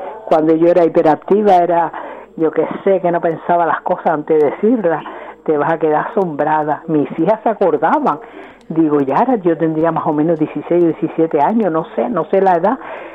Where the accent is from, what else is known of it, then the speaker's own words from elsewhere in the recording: Canary Islands, Spain; como dice mi familia de Cuba, que tú sabes que soy más canaria que el gofio